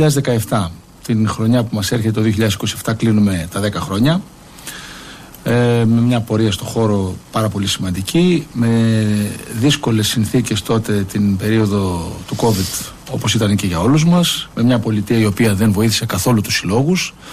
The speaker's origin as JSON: {"language": "Greek", "town": "Karpero", "region": "Western Macedonia", "country": "Greece", "said": "στο χωριό μου, το Καρπερό Γρεβενών."}